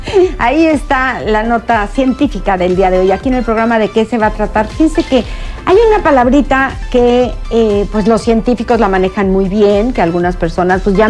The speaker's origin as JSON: {"language": "Spanish", "country": "Mexico", "tie": "born there", "said": "fue suerte que nos tocara nacer aquí, pero la verdad es que yo creo que todos los mexicanos estamos orgullosos."}